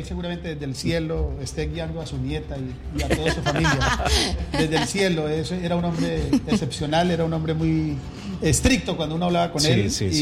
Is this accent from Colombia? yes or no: yes; San Luis de Palenque, Casanare, Colombia; moved away; mi patria chica, que era San Luis de Palenque, en el Casanare.